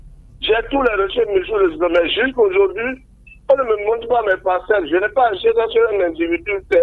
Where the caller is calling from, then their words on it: Parakou, Borgou, Benin; J'appelle de Parafou, quartier d'Oparou